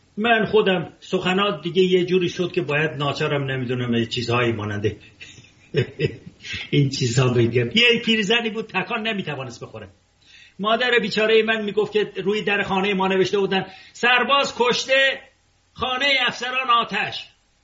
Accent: Tehran, Tehran Province, Iran; also born or lived in Ardabil; من خودم به چشم خودم دیدم تبلها و شمشیر به سر و کله کوبیدن در اردبیل، که من اردبیلی هستم، در تهران بزرگ شدم و من اردبیلی هستم.

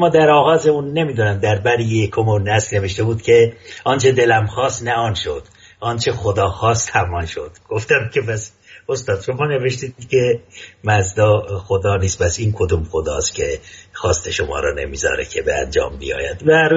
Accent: Ardabil, Ardabil Province, Iran; من که اردبیلی هستم، دیگه چون من یه زبانی در اردبیل گفته میکنم

